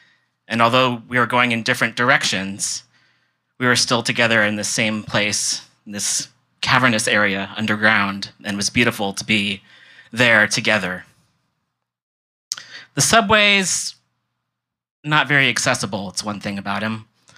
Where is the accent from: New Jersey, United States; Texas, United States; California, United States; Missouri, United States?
California, United States; East Bay; moved away as an adult; also born or lived in New York City; So I grew up in the East Bay, and I grew up riding BART and AC Transit.